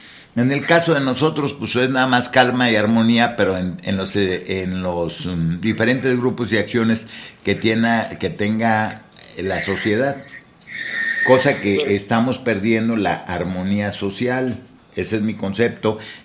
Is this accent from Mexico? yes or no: yes; Mexico; todo lo que me hace falta como mexicano para tener paz.